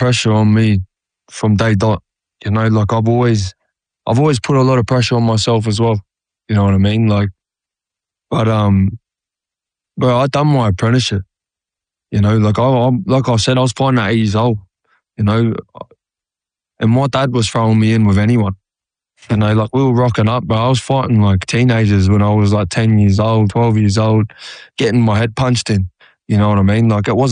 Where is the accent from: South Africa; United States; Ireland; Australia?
Australia; New South Wales; I'm a dude from Watanabe on the Central Coast. You know what I mean? Like, there's not many people make it out these neck of the woods.